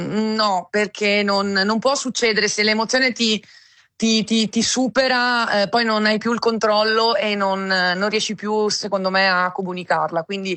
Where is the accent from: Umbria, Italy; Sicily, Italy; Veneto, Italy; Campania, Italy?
Veneto, Italy; sono una veneta